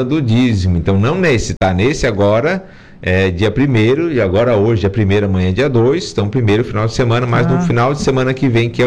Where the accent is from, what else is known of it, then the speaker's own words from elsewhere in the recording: Nova Veneza, Urussanga, Siderópolis, Santa Catarina, Brazil; now in Araranguá, Brazil; Nova Veneza, Uruçanga, Siderópolis, Turvo, né, da minha terra natal